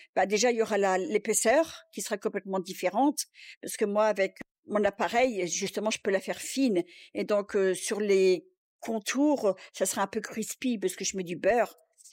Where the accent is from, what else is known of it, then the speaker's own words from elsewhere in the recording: France; moved away; comme je suis française